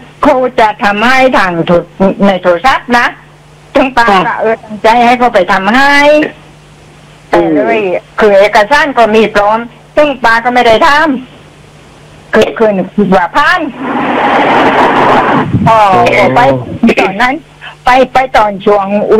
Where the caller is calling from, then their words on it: Tha Sala, Nakhon Si Thammarat, Thailand; accent: Southern Thai; แหลงใต้ป่านะนครศรีธรรมราช